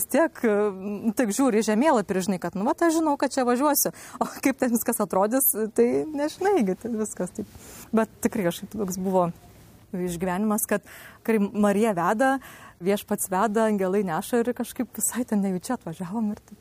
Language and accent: Lithuanian; Aukštaitija, Lithuania; Esu aukštaitė, bet atvykau į Žemaičių kalvarijos čia.